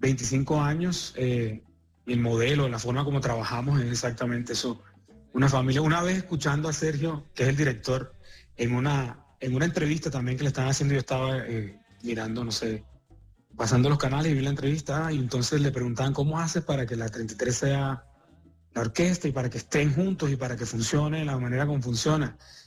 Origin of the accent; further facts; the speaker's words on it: Montería, Córdoba, Colombia; now in Bogotá, Colombia; yo soy de Montería